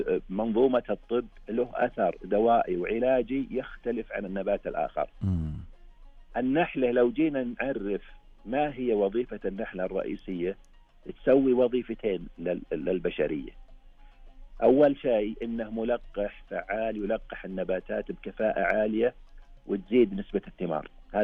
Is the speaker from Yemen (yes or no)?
no; Saudi Arabia; عندنا بالمملكة العربية السعودية